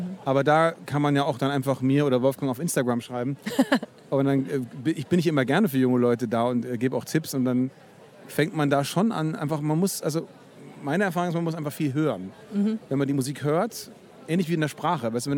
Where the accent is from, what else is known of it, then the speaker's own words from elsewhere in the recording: Bavaria, Germany; now in Berlin, Germany; Ich kann auch Berlinern, aber ich sehe mich schon als Franke.